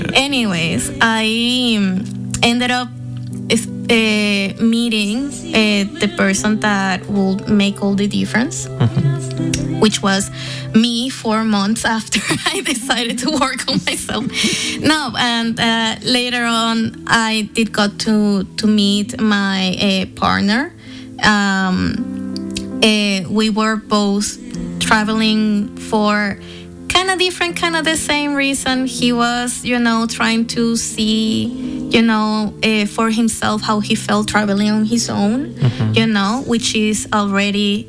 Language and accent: English; Caracas, Capital District, Venezuela; now in Ljubljana, Slovenia; So I say that I'm from Caracas, but I live the majority of my life in somewhere I don't call home. And now for the first time, I'm home here in Ljubljana.